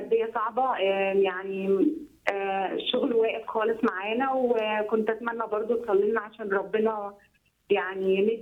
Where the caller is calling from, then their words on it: Alexandria, Alexandria Governorate, Egypt; أنا بكلمك من اسكندرية.